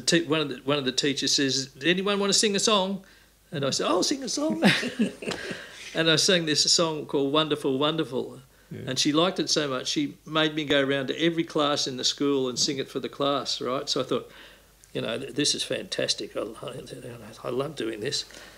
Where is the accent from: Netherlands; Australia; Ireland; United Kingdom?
Australia; Melbourne, Victoria; I grew up in West Heidelberg, in the Housing Commission area, where most people just played football. I grew up during the Olympic Games period